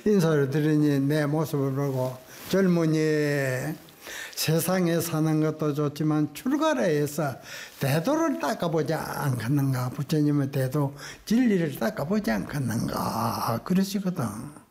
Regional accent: Namhae, South Gyeongsang, South Korea; born there; 산성은 경남 그 남해 남해 절이지요. 들어오는 입구의 그 마을에서 태어났습니다.

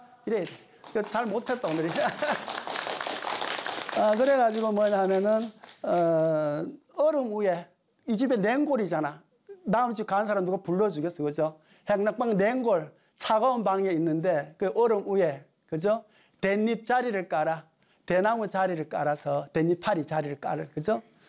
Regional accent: Gangwon, South Korea; 저는 강원도 사람이 강원도고

